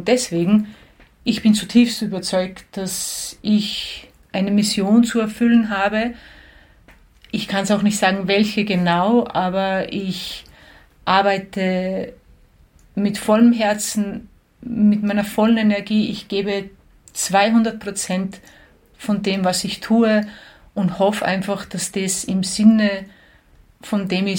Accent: Đakovo, Osijek-Baranja County, Croatia; Genau in Jakowo, in meinem Heimatort, ist ja das älteste Lipizzanergestüt der Welt. Und da bin ich täglich reiten gegangen. Und ich sage auch, in der Kriegszeit, wo ich in der Schule war und so, war ich jeden Tag am im Reitgestüt.

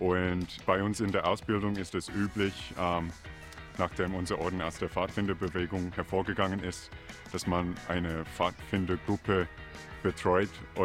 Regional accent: Australia; moved away; Ich bin gebürtig aus Australien

